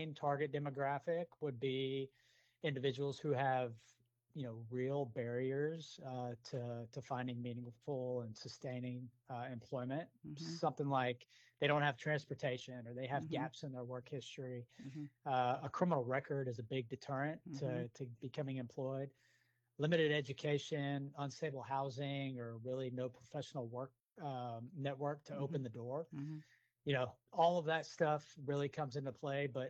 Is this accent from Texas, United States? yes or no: yes; Houston, Texas, United States; I grew up here in Houston.